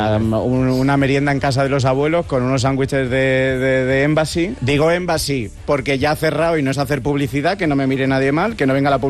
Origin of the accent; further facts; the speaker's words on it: Spain; siendo español y autónomo, no sé si tengo que explicar mucho más